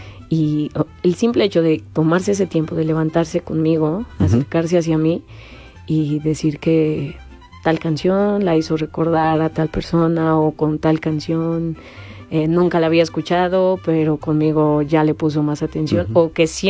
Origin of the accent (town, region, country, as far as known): Hidalgo, Mexico